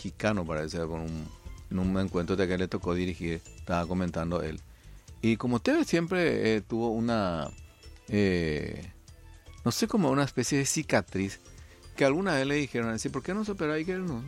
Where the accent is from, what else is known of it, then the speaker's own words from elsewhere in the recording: Paraguay; Yo soy paraguayo eso.